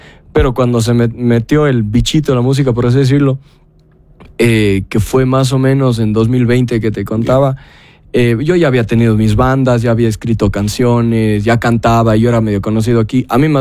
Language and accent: Spanish; Cuenca, Azuay, Ecuador; accent: cantadito cuencano; now in Miami, United States; te puedo hablar desde la perspectiva de los cuencanos, porque yo soy cuencano.